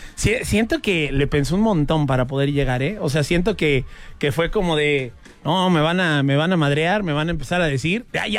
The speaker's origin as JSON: {"language": "Spanish", "country": "Mexico", "said": "nosotros también somos centroamericanos? O sea, sí nos hemos puesto a pensar que México está entre Norteamérica y Centroamérica."}